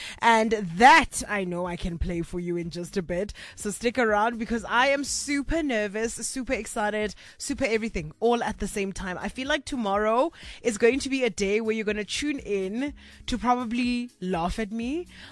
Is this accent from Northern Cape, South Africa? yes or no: yes; Kimberley, Northern Cape, South Africa; all the way out in Kimberley, actually, my hometown.